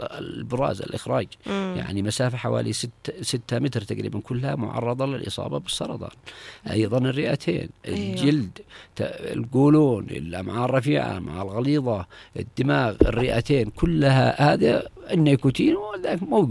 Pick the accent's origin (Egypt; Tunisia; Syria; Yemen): Yemen; النمط الحياتي عندنا في اليمن